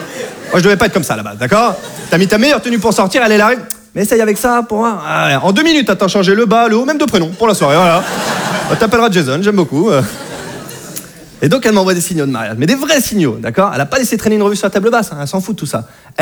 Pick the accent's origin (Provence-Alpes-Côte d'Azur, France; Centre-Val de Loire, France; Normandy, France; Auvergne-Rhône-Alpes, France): Normandy, France; C'est pas les Bretonnes et je viens de Normandie.